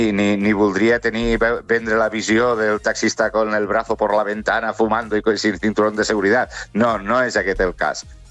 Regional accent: Terrassa, Catalonia, Spain; Jo vaig néixer, de fet, jo sóc de Terrassa, vaig néixer a Terrassa.

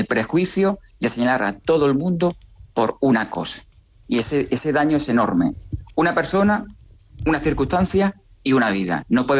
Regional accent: Extremadura, Spain; now in Ceuta, Spain; Siendo yo una persona de Extremadura, que no soy de Ceuta

